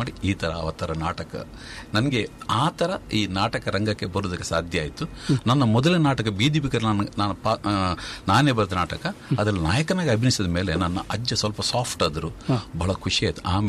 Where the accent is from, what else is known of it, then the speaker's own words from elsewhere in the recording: Hoigebail, Karnataka, India; ನಾನು ಅದೇ ಹೊಯ್ಗೆಬೈಲ್, ನಮ್ಮ ಉರ್ವ ಹೊಯ್ಗೆಬೈಲ್ ಅಂತ ಹೇಳ್ತಾರೆ, ಅದು ಬೋಳು ಗ್ರಾಮಕ್ಕೆ ಸೇರುತ್ತೆ. ಸೊ ಅಲ್ಲಿ ನಾನು ಹುಟ್ಟಿದ್ದು.